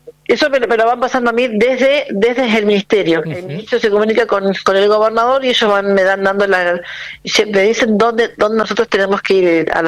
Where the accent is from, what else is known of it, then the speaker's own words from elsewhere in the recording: Viedma, Río Negro, Argentina; yo particularmente soy somos tres personas que somos de Viedma